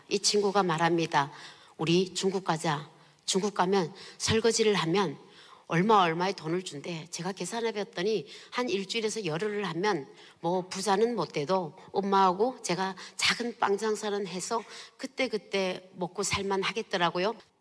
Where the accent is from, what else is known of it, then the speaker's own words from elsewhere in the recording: North Korea; moved away; 나 북한 사람입니다